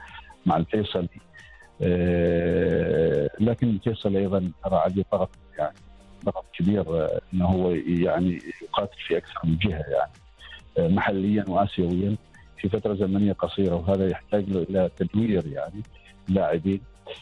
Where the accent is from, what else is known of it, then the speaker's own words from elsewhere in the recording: Oman; هنا عندنا في عمان